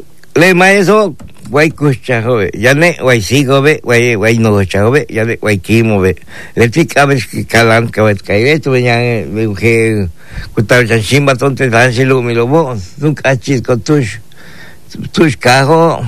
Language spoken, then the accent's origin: Spanish; Mexico; somos orgullosamente mexicanos, 100%, señores.